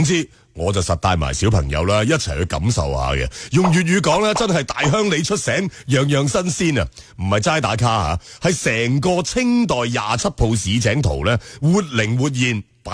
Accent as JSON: {"language": "Cantonese", "region": "Guangdong", "country": "China", "said": "成日我哋广东人都讲仲有一句话"}